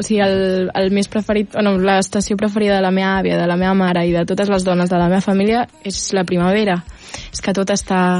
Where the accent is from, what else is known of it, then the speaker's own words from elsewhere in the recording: Barcelona, Catalonia, Spain; Soc del Poble Nou de tota la vida. Uh-huh. Sí, sempre he sigut del Poble Nou i quan era petita era molt gris el Poble Nou, realment, i només hi havia àvies i farmàcies